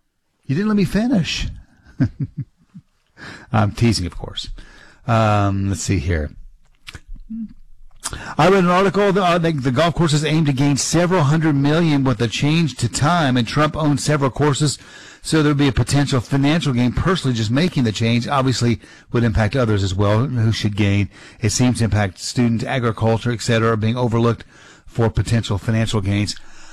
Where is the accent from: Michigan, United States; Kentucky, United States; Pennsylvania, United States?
Kentucky, United States; moved away as an adult; now in Eastern Time Zone, United States; I grew up right there on Southern, you know, on the border of Southern Indiana